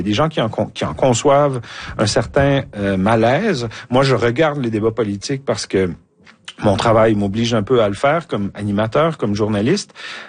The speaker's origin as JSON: {"language": "French", "region": "Quebec", "country": "Canada", "said": "chez nous au Québec"}